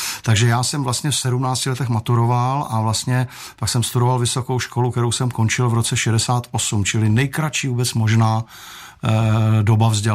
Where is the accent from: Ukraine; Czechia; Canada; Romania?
Czechia; Prague; Bylo to v Praze, já jsem Vltavou křtěný Pražák a vlastně celé dětství jsme strávili na Vinohradech.